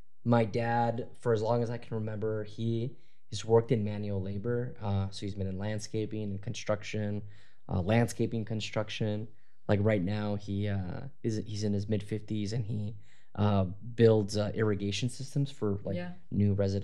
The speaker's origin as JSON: {"language": "English", "town": "Forest Grove", "region": "Oregon", "country": "United States", "tie": "born or raised there", "also_born_or_lived": "Cornelius", "said": "a young Mexican American kid growing up in Cornelius and Forest Grove area."}